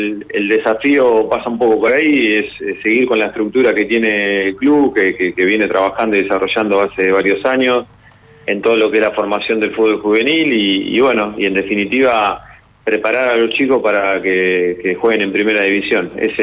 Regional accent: Balcarce, Buenos Aires Province, Argentina; moved away; also born or lived in Mar del Plata; Sí, yo soy un producto del fútbol de Mar del Plata. Vengo de Balcarce

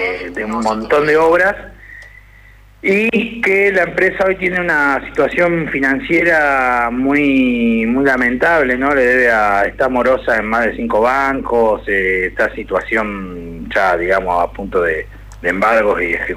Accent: Luján, Buenos Aires Province, Argentina; porque en Luján, digamos, que yo soy de Luján, desembarcaron allá por el 2020

